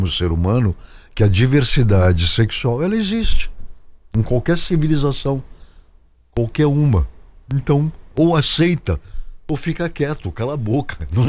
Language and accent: Portuguese; São Paulo, Brazil; born there; now in Rio de Janeiro, Brazil; eu tenho que voltar para São Paulo, morar aqui, para terminar os meus dias na cidade onde eu nasci. Sabe? A volta no círculo, Mas quando eu chego na minha casa no Rio, também eu fico muito feliz.